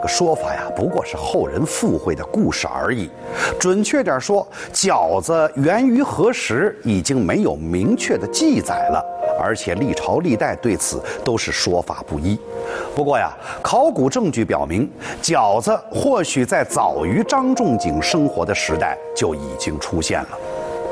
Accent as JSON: {"language": "Chinese", "country": "China"}